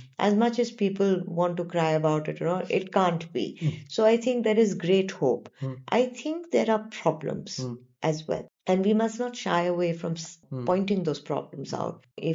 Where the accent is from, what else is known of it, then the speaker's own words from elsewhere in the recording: Surat, Gujarat, India; now in Northeast India; I'm Gujarati. You know, I've had a lot of people tell you, oh, your food is all meetha. You know, it is completely untrue. No, I'm from the Surat side.